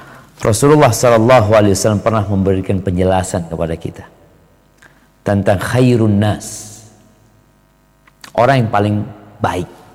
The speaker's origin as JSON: {"language": "Indonesian", "country": "Indonesia"}